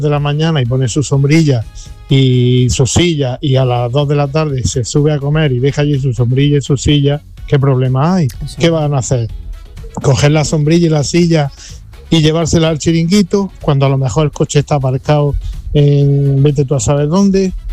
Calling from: Motril, Andalusia, Spain; buenos días, Yuyu y compañía. … de Motril.

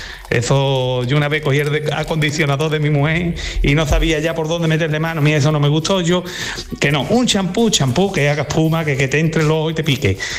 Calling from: Osuna, Andalusia, Spain

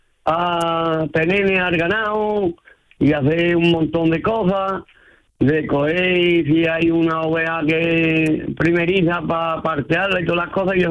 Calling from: Castilleja de Guzmán, Andalusia, Spain; El Castilleja de Guzmán.

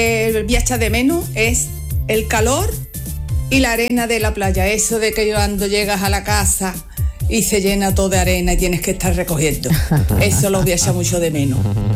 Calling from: Algeciras, Andalusia, Spain; de Algeciras.

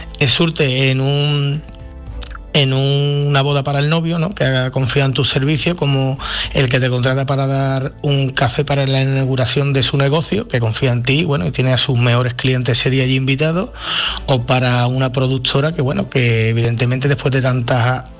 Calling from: Santiponce, Andalusia, Spain; Nosotros tenemos la oficina aquí en Santiponce, en Hacienda El Alba.

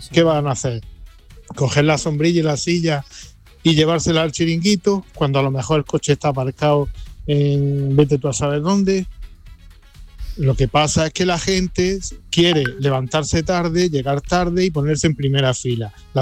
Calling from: Madrid, Community of Madrid, Spain; de Madrid.

